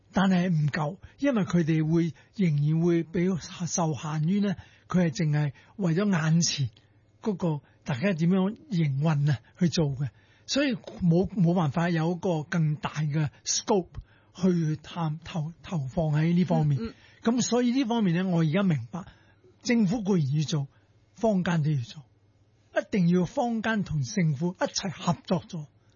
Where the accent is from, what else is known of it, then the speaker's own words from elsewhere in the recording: Hong Kong; 我哋香港人